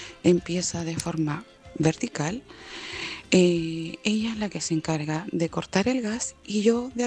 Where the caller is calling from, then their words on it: Valparaíso, Chile; del Cerro Yungay.